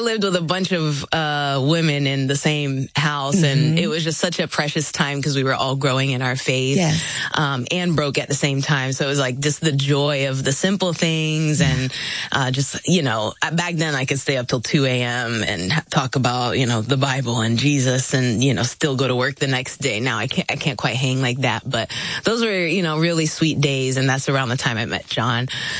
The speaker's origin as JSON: {"language": "English", "town": "Orlando", "region": "Florida", "country": "United States", "tie": "born or raised there", "also_born_or_lived": "Philippines", "said": "No, I was born in the Philippines, like I said, but raised here in Orlando, not too far from here."}